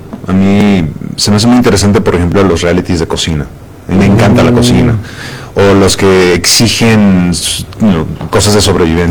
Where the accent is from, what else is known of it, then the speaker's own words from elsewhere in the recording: San Miguel de Allende, Guanajuato, Mexico; born there; No, yo no nací en Estados Unidos. Yo, de hecho, nací en San Miguel de Allende, en Guanajuato. Pero mi mamá es de California.